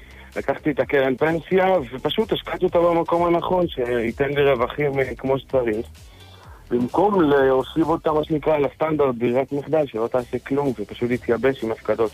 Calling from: Southern District, Israel; אנחנו גם באזור הדרום.

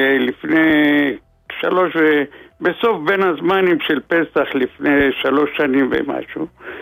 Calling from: Jerusalem, Jerusalem District, Israel; אני מירושלים, מרמת שלמה.

